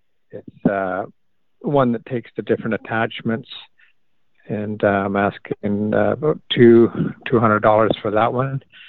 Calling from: Winnipeg, Manitoba, Canada; Winnipeg.

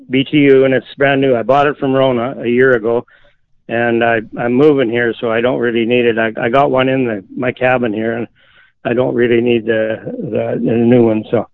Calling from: Oakville, Manitoba, Canada; Oakville.

